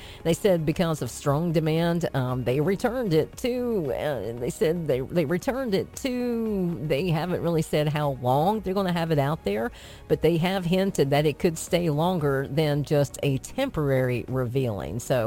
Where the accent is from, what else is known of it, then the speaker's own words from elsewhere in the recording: the South, United States; I'm a Southerner, and tea in the South is almost a religion.